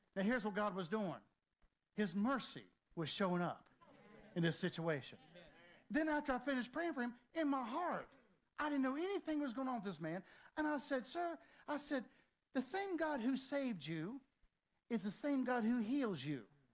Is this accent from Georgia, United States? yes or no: no; Helltown, Virginia, United States; I'm a preacher from Helltown, Virginia.